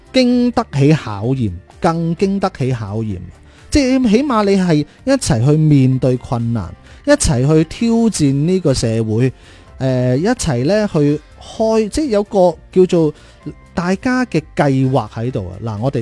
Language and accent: Cantonese; Zhaoqing, Guangdong, China